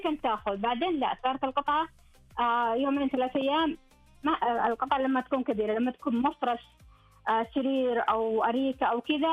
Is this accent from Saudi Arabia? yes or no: yes; Jazan Province, Saudi Arabia; أنا كنت من جازان، أنا جازانية.